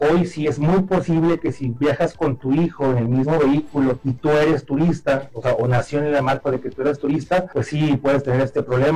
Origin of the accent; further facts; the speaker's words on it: Mexico; nosotros como mexicanos